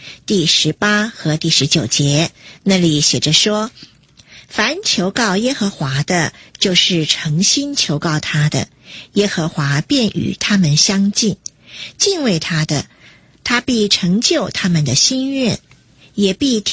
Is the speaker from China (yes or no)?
yes; China; 这有点像我们中国人说的满招损谦受益嘛。